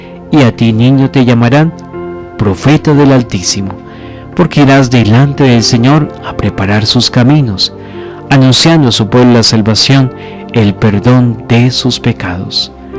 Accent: Colombia

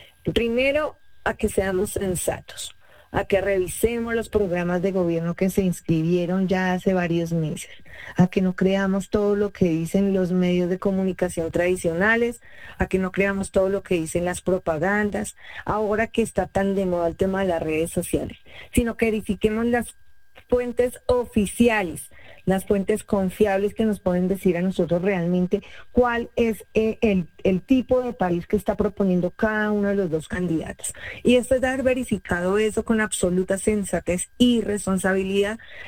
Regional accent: Colombia; seguimos siendo colombianos

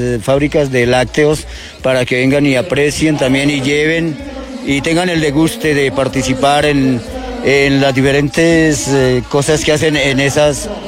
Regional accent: Ciénega, Boyacá, Colombia; oriundo de este hermoso municipio de Ciénega.

